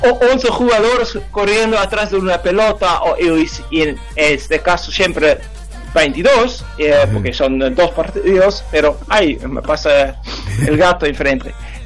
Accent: Aalsmeer, North Holland, Netherlands; Spanish is a second language; moved away as an adult; now in Canelones, Uruguay; nací en Holanda, y parte que en donde yo nací era sobre la costa. Entonces, un lugar muy famoso por los tulipanes de Holanda, y entre los tulipanes nací yo.

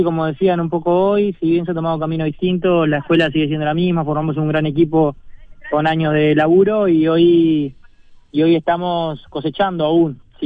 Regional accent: Uruguay

